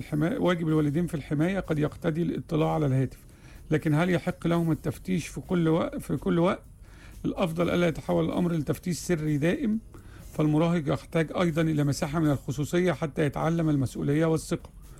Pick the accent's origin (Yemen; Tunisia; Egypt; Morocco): Tunisia; السلام عليكم،